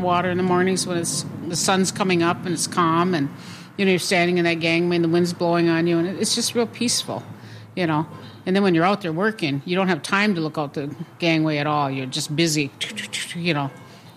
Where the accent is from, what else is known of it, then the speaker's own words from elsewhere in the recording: Wisconsin, United States; because we're Native American?